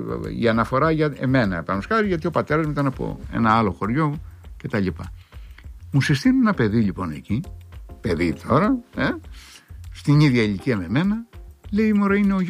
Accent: Crete, Greece; Εγώ η αλήθεια είναι ότι έκανα πολλά διαστήματα μεγάλα που δεν πήγα στο χωριό μου. Δεν υπάρχει χειρότερο πράγμα. Να μην γνωρίζεις ανθρώπους που μεγάλωσες μαζί.

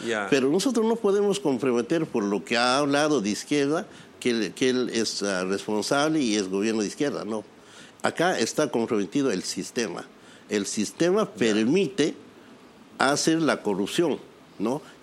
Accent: Peru; Y no podemos maltratarnos como peruanos

